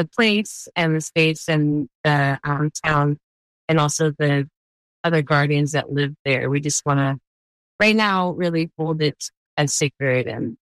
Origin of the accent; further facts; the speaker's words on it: Silverton, Colorado, United States; also born or lived in Los Angeles; I've always had a deep connection with the earth, and I was raised in Silverton, Colorado, some big, beautiful mountains and peaks, and it always felt like home to me.